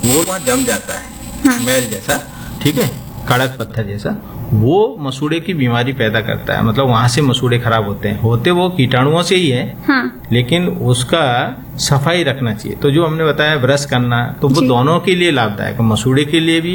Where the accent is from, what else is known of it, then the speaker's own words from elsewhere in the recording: Bhind, Madhya Pradesh, India; मैं भिंड का रहने वाला हूँ तो उधर बहुत ज्यादा बबूल और नीम होता है